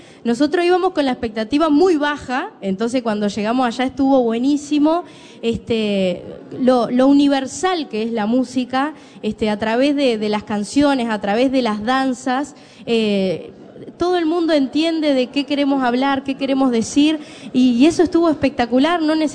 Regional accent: Uruguay; cómo somos los uruguayos

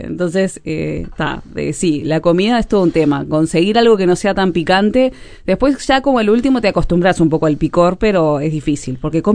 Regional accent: Uruguay; cuando le decía que era uruguaya

